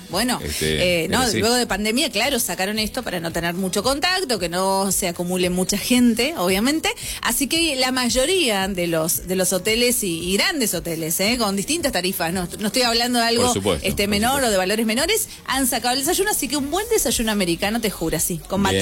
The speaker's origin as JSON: {"language": "Spanish", "region": "Buenos Aires", "country": "Argentina", "tie": "born or raised there", "also_born_or_lived": "Venezuela", "said": "A los 9 meses me volvieron a traer. Ellos tenían su casa en Buenos Aires"}